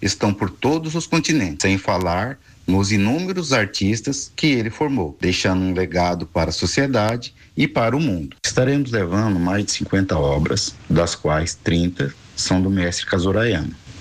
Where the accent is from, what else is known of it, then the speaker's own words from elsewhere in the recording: Cuiabá, Mato Grosso, Brazil; Sou cuiabano, nascido e criado aqui.